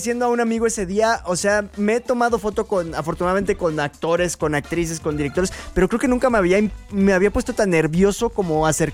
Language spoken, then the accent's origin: Spanish; Mexico; es algo que revela totalmente cómo somos como mexicanos